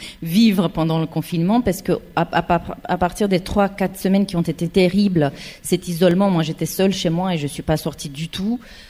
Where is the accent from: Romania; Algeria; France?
Romania; born or raised there; moved away